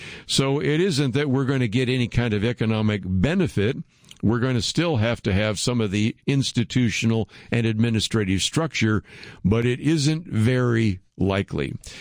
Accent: California, United States; In Oakland, California, I grew up in the Bay Area, where previous attempts to close schools have been vigorously opposed.

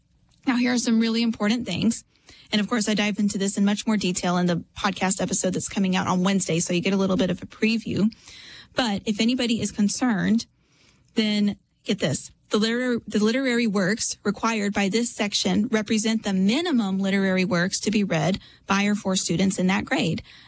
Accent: Texas, United States; my home state, Texas, had gone viral for

